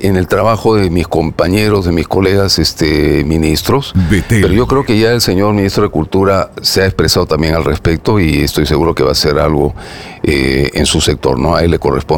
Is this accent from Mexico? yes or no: no; Peru; reconociéndonos todos como peruanos.